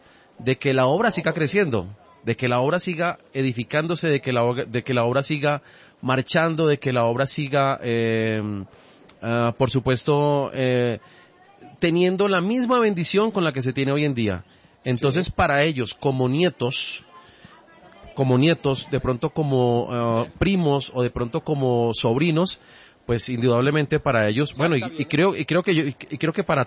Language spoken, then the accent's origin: Spanish; Panama; Sí, yo soy panameño, sí, claro que sí.